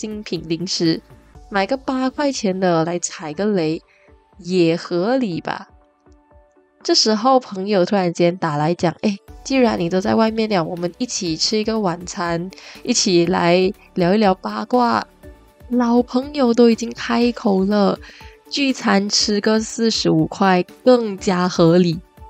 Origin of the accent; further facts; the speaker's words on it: Malaysia; 而是我们大马人每个人都挂在嘴边最常讲的四个字，来都来了。